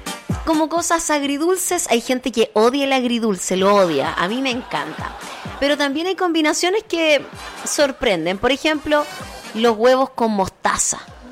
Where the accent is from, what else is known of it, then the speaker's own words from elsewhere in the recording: Temuco, Araucanía, Chile; Me gusta Valdivia. Aunque yo soy de Temuco, pero me encanta Valdivia.